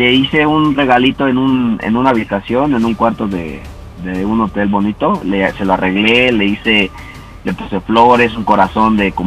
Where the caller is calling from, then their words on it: Mexico City, Mexico; directamente desde Iztapalapa